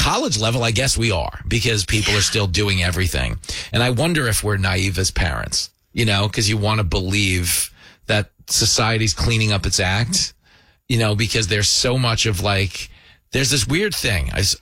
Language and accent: English; Levittown, United States; I mean, and where I grew up in Levittown, we were drinking beer in like sixth grade.